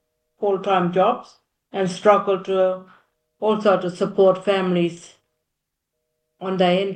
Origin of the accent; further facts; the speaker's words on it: Amherstburg, Ontario, Canada; I'm from Amherstburg